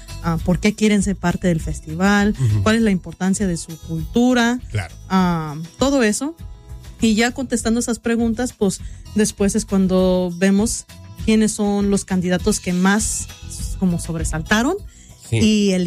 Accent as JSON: {"language": "Spanish", "town": "Fremont", "region": "Nebraska", "country": "United States", "tie": "born or raised there", "said": "Yo soy de Fremont, Nebraska. Ahí nací, ahí estoy y ahí me quedaré."}